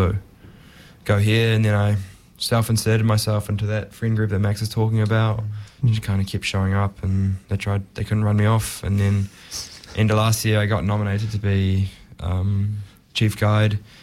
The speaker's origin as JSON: {"language": "English", "region": "Taranaki", "country": "New Zealand", "tie": "born or raised there", "said": "I grew up in Taranaki in a farming family."}